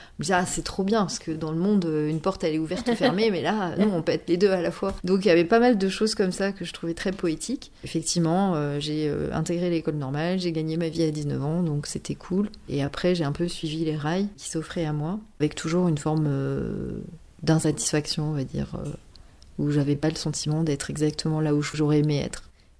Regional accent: Paris, Île-de-France, France; moved away as an adult; now in Toulouse, France; Je suis parisienne et j'habite à Toulouse depuis 95, donc j'ai quasiment passé plus de temps à Toulouse qu'à Paris.

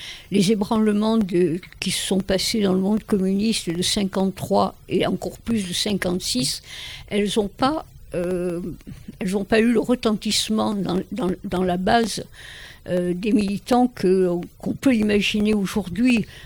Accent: Occitanie, France; Je suis issue du Gard, du nord du Gard, donc un endroit où la gauche était extrêmement présente sous l'égide du Parti communiste.

